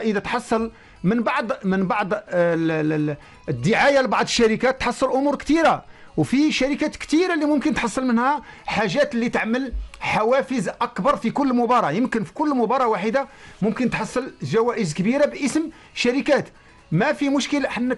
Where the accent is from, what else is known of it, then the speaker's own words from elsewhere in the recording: Qatar; عندنا في قطر